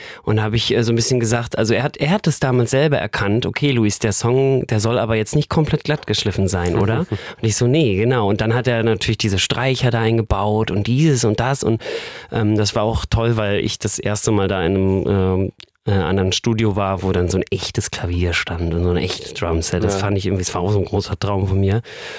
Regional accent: Wismar, Mecklenburg-Vorpommern, Germany

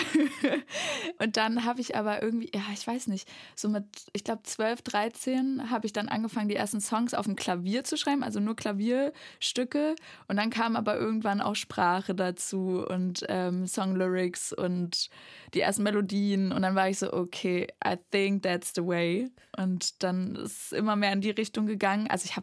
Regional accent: Erfurt, Thuringia, Germany; born or raised there; also born or lived in Weimar

